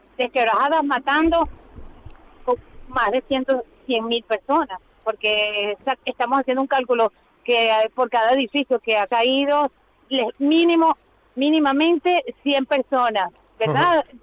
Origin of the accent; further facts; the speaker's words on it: Venezuela; born there; tanto todas las personas que fueron allí, como los que nacimos allí, que somos de origen venezolano, estamos sufriendo y padeciendo.